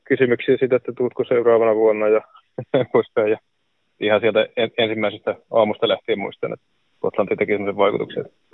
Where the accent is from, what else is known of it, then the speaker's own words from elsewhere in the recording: Finland; mistä mä kotoisin niin kuin sisämaasta